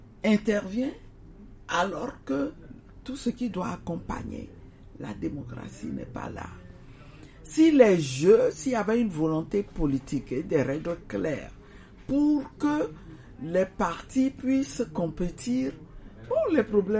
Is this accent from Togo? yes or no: yes; Lomé, Maritime, Togo; je viens d'Agbalépédo aussi